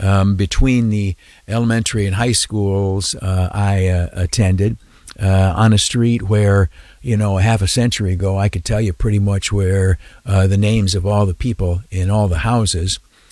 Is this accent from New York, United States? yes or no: yes; Canisteo, New York, United States; I went in the afternoon down to my hometown. I grew up in Canastillo, New York, in the southern tier in Steuben County.